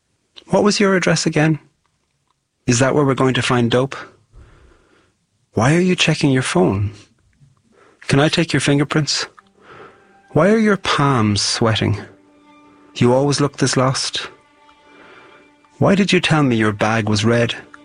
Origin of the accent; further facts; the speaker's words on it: Ireland; I'm a poet from Ireland